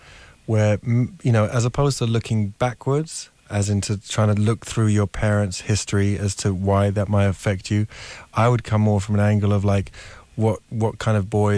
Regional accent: England, United Kingdom; being English

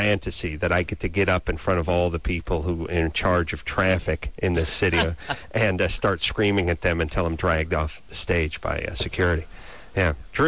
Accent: North Hollywood, California, United States; my hometown, North Hollywood

